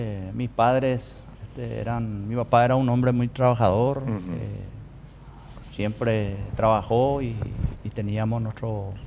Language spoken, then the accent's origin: Spanish; Horqueta, Concepción, Paraguay; born there; Yo nací en Horqueta, Paraguay.